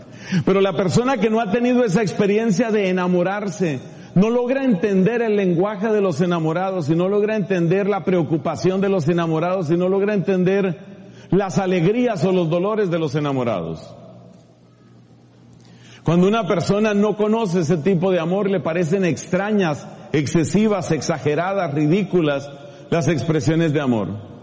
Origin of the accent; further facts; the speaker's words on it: Colombia; moved away; yo soy colombiano.